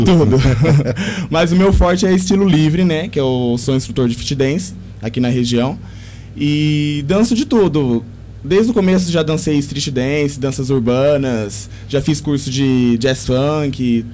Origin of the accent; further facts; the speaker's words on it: Monte Alto, São Paulo, Brazil; Nascido e criado aqui em Monte Alto, lá no bairro Alvorada. Nasci e criado lá, né?